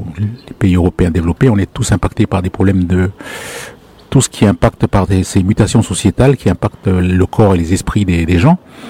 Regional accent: Lifou, Loyalty Islands Province, New Caledonia; Donc nous sommes des Mélanésiens. Moi, je suis Mélanésien d'origine de l'Ifou.

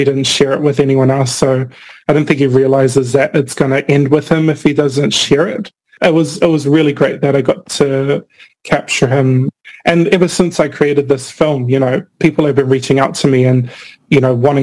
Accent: Cook Islands; I grew up here in the Cook Islands, so I feel like I have the right to document this knowledge

